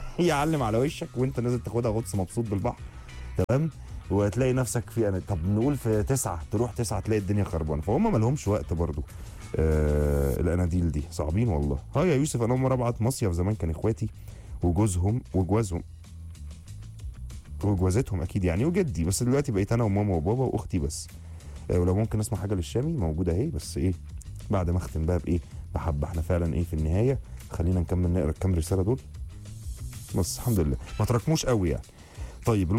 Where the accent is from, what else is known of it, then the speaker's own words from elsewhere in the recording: Egypt; بحس ان احنا في جيناتنا كمصريين